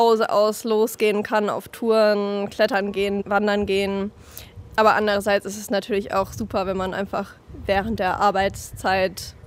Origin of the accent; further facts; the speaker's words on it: Baden-Württemberg, Germany; Also ich bin schon mitten in der Natur aufgewachsen. Mein Vater war Förster oder ist Förster. Und genau, ich bin fern von Zivilisation im Forsthaus aufgewachsen sozusagen.